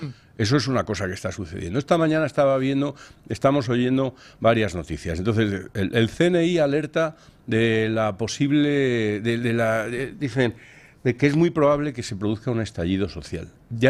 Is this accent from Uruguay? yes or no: no; Spain; para mí como español